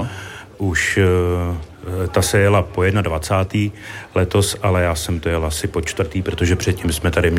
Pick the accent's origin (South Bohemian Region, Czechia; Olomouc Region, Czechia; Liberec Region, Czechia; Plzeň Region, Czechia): Liberec Region, Czechia; Kořenov; když jsem byl malej, já pocházím z Kořenova